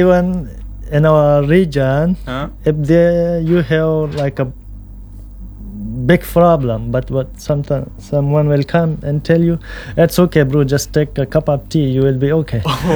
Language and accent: English; Pashtun areas, Pakistan; English is a second language; moved away as an adult; now in Indonesia; So we are from Pashtun tribe.